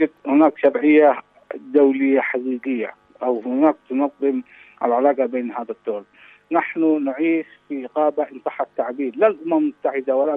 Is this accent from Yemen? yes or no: yes; Yemen; لنا كيمنيين